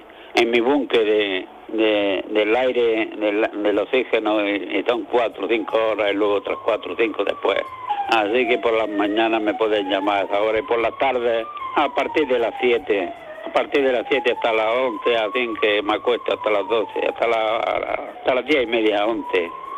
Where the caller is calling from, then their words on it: Almuñécar, Andalusia, Spain; Hola Manolo … de Almuñécar.